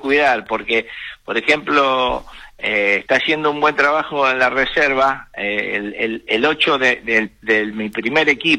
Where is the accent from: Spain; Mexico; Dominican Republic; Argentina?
Argentina; Rosario, Santa Fe; yo soy rosarino, no soy cordobés.